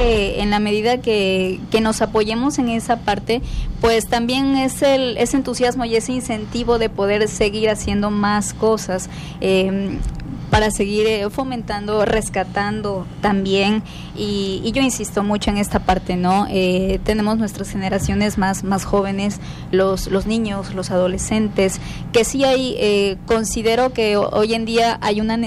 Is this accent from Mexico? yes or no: yes; Mexico; esta es mi raíz, esta es mi tierra, estas son son mis tradiciones.